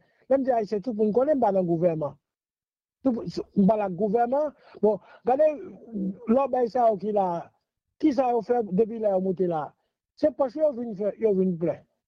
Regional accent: Haiti; Moi-même, je suis haïtien, je suis Haïti, je suis pays.

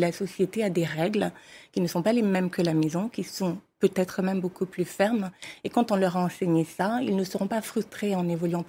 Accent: Gabon; Ce que j'ai appris très tôt, c'est raconter des histoires, que je suis du Gabon.

